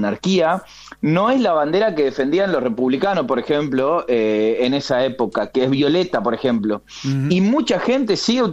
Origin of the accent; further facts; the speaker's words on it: Corrientes, Argentina; now in Spain; yo soy de Corrientes